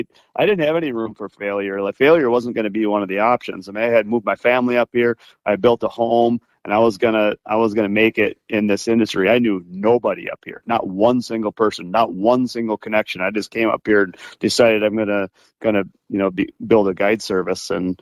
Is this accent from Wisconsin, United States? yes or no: no; Rochester, Minnesota, United States; I had bought a lot up here on Rainy Lake, and I was from Rochester again. I didn't know anybody up here.